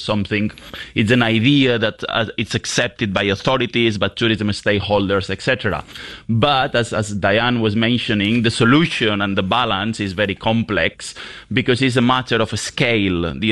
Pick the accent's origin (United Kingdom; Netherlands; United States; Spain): Spain; Balearic Islands; I'm originally from Mallorca. Last summer, my family lives in the old town of Palma, and I went to visit there